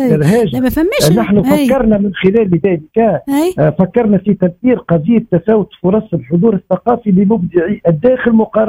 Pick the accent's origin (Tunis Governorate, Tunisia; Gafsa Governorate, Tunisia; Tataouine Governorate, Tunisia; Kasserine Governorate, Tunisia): Kasserine Governorate, Tunisia; Thala; تالا فيها ولدت وفيها ومنها يعني فيها عشت وتنفست هواءها وفي مدارسها تعلمت ودرست أبنائها، ولا يمكنني أيضا أن أسيء إليها مهما كانت لأنها مدينتي وحبيبة تحتويني.